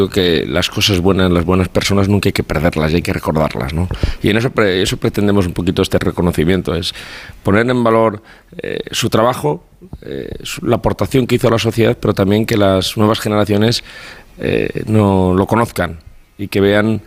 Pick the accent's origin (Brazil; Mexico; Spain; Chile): Spain; Valencian Community; yo creo que sí que tenía algunos rasgos muy característicos Tip de lo que somos los valencianos, ¿no?